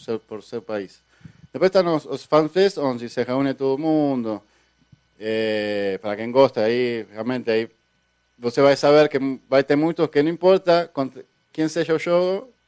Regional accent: Argentina; Portuguese is a second language; now in Brazil; Então, todo brasileiro, quando sabe que eu sou argentino, começa, me pelé, Maradona, sempre tem a conversa e sempre tem a brincadeira.

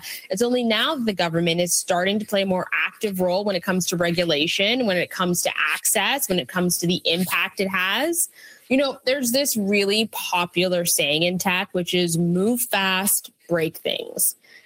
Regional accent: Canada

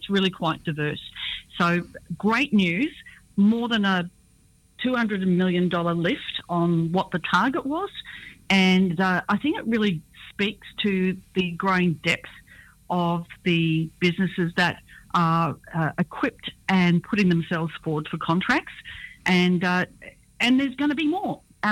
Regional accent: Maroochydore, Queensland, Australia; and I'm from the Sunshine Coast. I'm in Maroochydore.

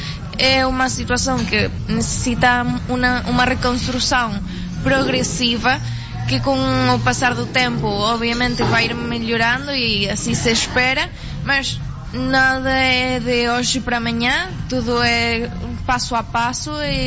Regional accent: Venezuela; eu, a minha irmã, a minha avó estávamos nesse espaço a compartilhar. O presidente experimentou o que era falar com uma venezuelana

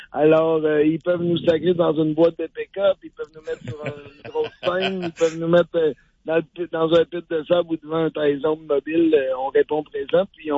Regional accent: Quebec City, Quebec, Canada; Moi, je viens de Québec, là. Fait que je jouais à Lévis sur le bord du fleuve.

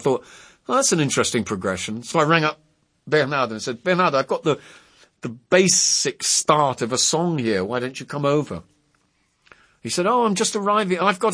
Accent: England, United Kingdom; I, as an Englishman, I loved puns.

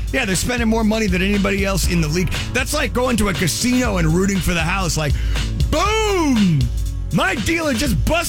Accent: Boston, Massachusetts, United States; moved away; also born or lived in New York; when I lived in New York, I mean, part of it is I grew up in Boston

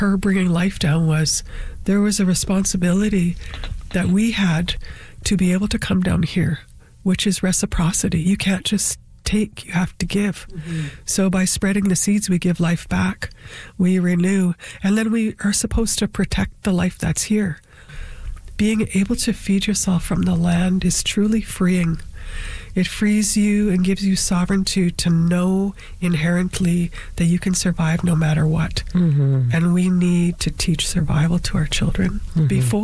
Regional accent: Swan Lake First Nation, Manitoba, Canada; I'm from Swan Lake First Nation, Gapshkikamak, with relations in Long Plain, too.

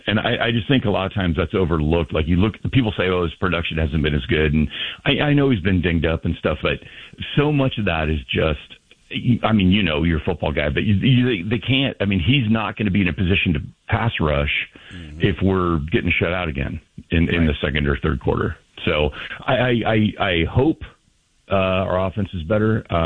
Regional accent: Oakland, California, United States; I'm 62, born and raised in Oakland

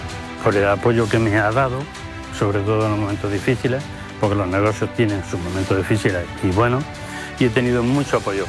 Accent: Andújar, Andalusia, Spain; estoy muy orgulloso y agradecido al pueblo de Andújar, que es mi pueblo.

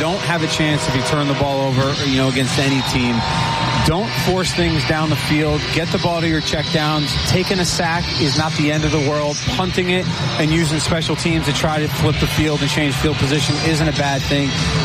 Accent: Pennsylvania, United States; Yeah, I'm from Pennsylvania.

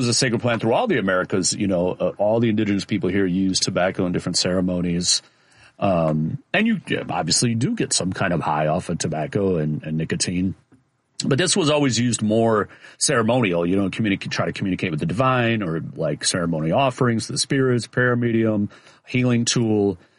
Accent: Chicago, Illinois, United States; accent: Chicago; My Chicago accent slipping out there.

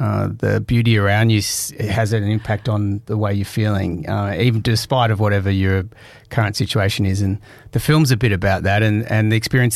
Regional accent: Australia; born there; I'm actually Irish. I mean, I'm Australian born, but everyone in my family's Irish.

